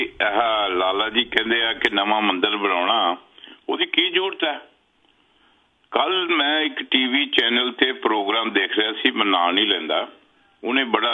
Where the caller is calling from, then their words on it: Hoshiarpur, Punjab, India; ਮੈਂ ਵੀ ਹੁਸ਼ਿਆਰਪੁਰ ਤੋਂ ਹਾਂ